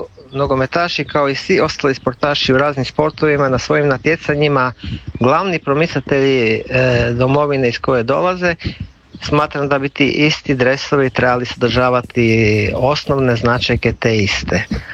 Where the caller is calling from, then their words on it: Mrežnički Brig, Karlovac County, Croatia; Toliko od nas iz Mrežničkog briga